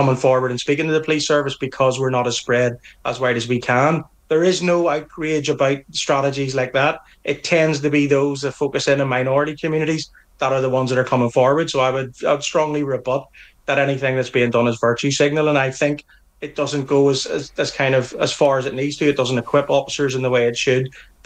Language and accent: English; Northern Ireland, United Kingdom; accent: Northern Irish; You can tell by my accent that I'm a police officer in Northern Ireland.